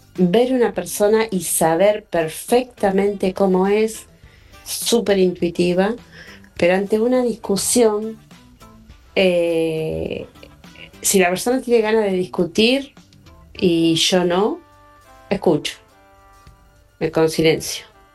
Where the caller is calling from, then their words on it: Argentina; de Vista Alegre